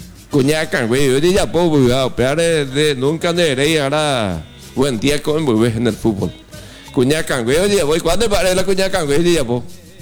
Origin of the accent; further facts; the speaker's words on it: Paraguay; Todo lo que nosotros hacemos en Paraguay como paraguayo es nuestro folclore.